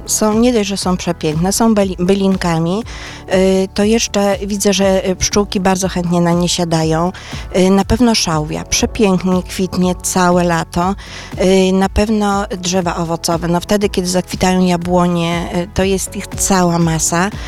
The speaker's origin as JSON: {"language": "Polish", "town": "Warsaw", "region": "Masovian Voivodeship", "country": "Poland", "moved": "as an adult", "said": "ja w ogóle pochodzę z Warszawy, mieszkam tu od niedawna"}